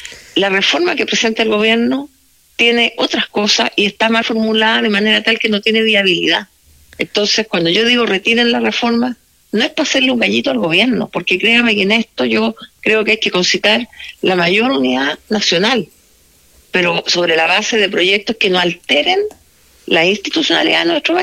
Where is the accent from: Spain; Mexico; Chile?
Chile; Porque aquí lo que nosotros, como chilenos, esperamos